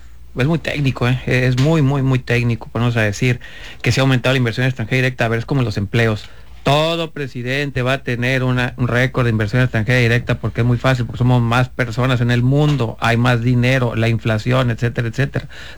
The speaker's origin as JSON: {"language": "Spanish", "country": "Mexico"}